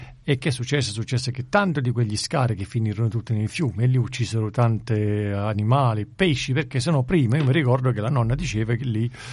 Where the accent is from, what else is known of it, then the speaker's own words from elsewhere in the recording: Campania, Italy; Il fiume Sabato, dalle nostre parti